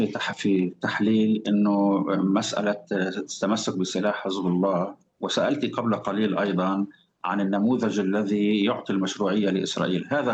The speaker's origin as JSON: {"language": "Arabic", "country": "Lebanon", "said": "الا عندنا في لبنان تصبح المقاومه عندما تقاوم هي في موقع المبادره."}